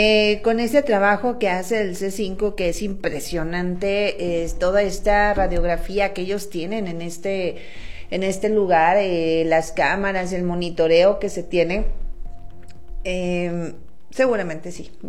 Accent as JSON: {"language": "Spanish", "town": "Santiago Papasquiaro", "region": "Durango", "country": "Mexico", "tie": "born or raised there", "moved": "yes", "said": "saludos hasta mi tierra, la tierra del Pinole, mi tierra tan querida."}